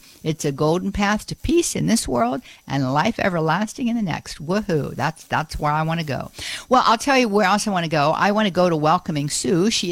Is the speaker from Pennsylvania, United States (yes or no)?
yes; Pennsylvania, United States; I born and raised in that general area. I wasn't born and raised in Braddock, but went to school there.